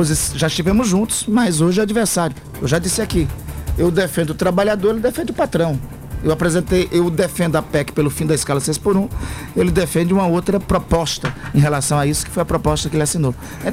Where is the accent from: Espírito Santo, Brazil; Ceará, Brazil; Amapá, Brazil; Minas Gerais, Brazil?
Amapá, Brazil